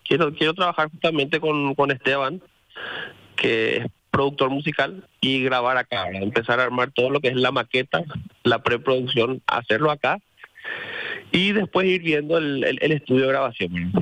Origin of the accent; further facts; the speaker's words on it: Paraguay; es parte de nuestra esencia como paraguayo.